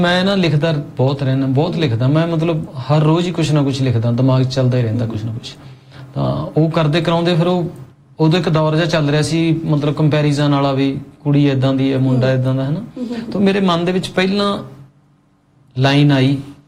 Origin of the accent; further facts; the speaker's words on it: Mahabaddar, Punjab, India; now in Bathinda, India; ਮੇਰਾ ਪਿੰਡ ਤਾਂ ਮੁਕਤਸਰ ਸਾਹਿਬ ਦੇ ਨਾਲ ਹੈ ਜੀ ਮਹਾਬੱਦਰ ਪਿੰਡ ਮੈਂ ਗੀਤਾਂ ਦੇ ਵਿੱਚ ਵੀ ਪਾਉਣਾ ਉਹ ਤੇ ਰਹਾਇਸ਼ ਬਠਿੰਡਾ ਤੇ ਮੈਂ ਬਸ 10ਵੀਂ ਪਿੰਡ ਤੋਂ ਕੀਤੀ